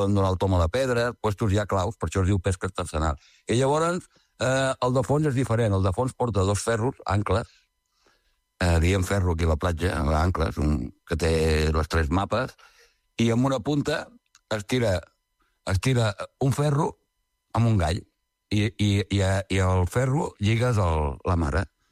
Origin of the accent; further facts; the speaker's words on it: Vilanova i la Geltrú, Catalonia, Spain; soc de Vilanova